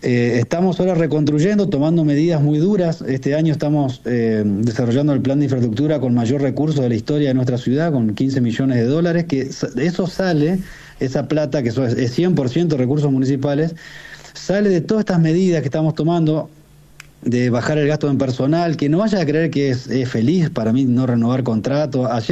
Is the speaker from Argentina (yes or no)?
yes; Argentina; tenemos que madurar nosotros como argentinos